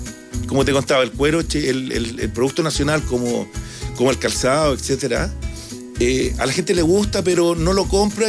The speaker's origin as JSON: {"language": "Spanish", "country": "Chile", "said": "somos chilenos. Somos chilenos"}